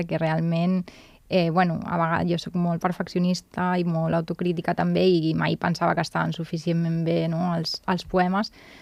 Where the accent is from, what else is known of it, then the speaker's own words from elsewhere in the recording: Barcelona, Catalonia, Spain; el districte de Sant Andreu, que era el meu barri.